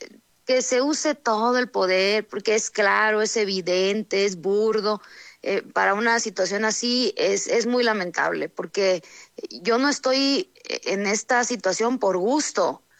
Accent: Sinaloa, Mexico; pues soy norteña, soy sinaloense

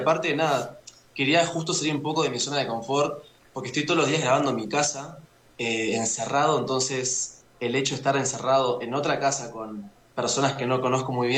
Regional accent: Uruguay; Empecé en Uruguay, yo soy uruguayo.

